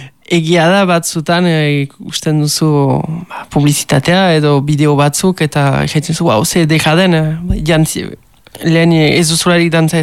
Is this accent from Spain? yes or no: no; Urrugne, Nouvelle-Aquitaine, France; Ez, Urruñakoa naiz, eta Urruñan bizi beti, bai.